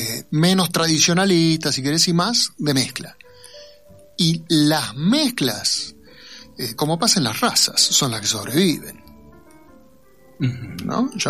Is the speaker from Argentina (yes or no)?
yes; Buenos Aires, Argentina; yo me siento como porteño y en la época en la que nací más cercano a ciertas músicas urbanas que a una vidala.